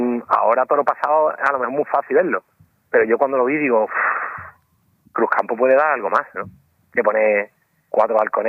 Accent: Seville, Andalusia, Spain; somos sevillanos.

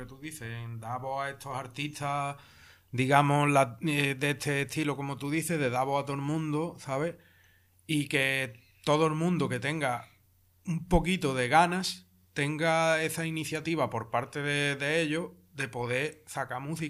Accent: El Cuervo, Andalusia, Spain; Tengo 32 años, llevo haciendo música desde 2009 aproximadamente. Yo soy del Cuervo, de Sevilla, un pueblecito, el último de la provincia.

